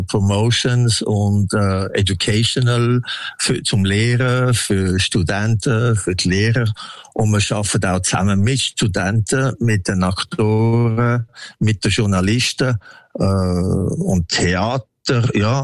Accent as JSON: {"language": "German", "country": "Switzerland", "said": "Meine Frau ist Belgierin und ich bin Schweizer."}